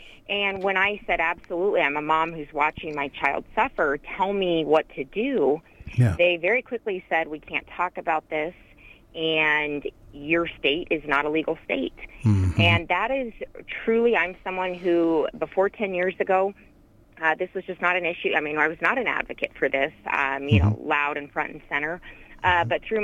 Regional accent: Colorado, United States; moved away as an adult; now in Nebraska, United States; I actually did not grow up in Nebraska. I grew up in Colorado, but came mm-hmm. here to Nebraska for school. And this is where my family and I live now.

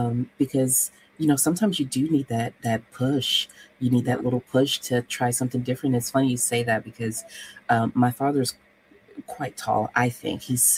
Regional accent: the South, United States; But I grew up in the South, and I talk about this often on my show, and I grew up with blue-collar parents

